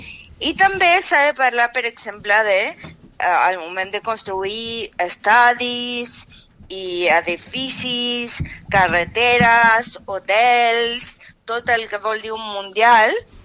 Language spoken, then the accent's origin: Spanish; Chile; soy chilena